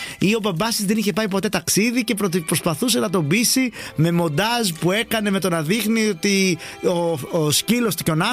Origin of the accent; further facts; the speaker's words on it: Greece; Δεν μας χαλάει εμάς που είμαστε Έλληνες.